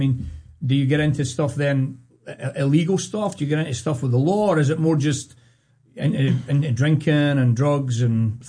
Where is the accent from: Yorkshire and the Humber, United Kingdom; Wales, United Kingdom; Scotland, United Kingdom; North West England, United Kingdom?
Scotland, United Kingdom; Even as a Scotsman who comes through, I'm like, Oregon is beautiful.